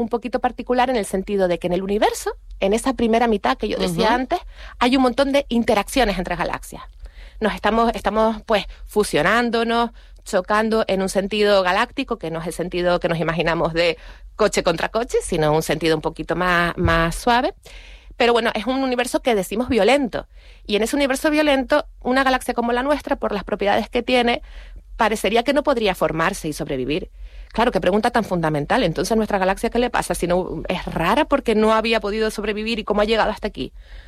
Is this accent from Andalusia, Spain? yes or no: no; Canary Islands, Spain; como canaria, que cuidemos un poquito más nuestra isla